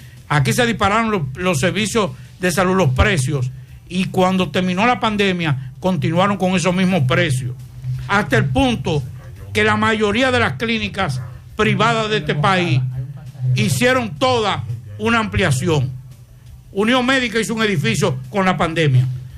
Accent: Dominican Republic; Yo estoy hablando de mi país, donde yo vivo, donde yo trabajo, porque yo no vivo en Estados Unidos. Yo vivo aquí.

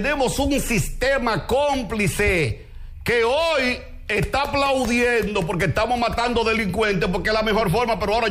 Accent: Santiago, Dominican Republic; Canca la Reina, por poner un ejemplo, que es la zona de donde vengo

